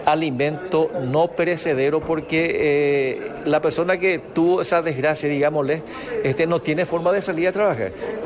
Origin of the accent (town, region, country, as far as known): Paraguay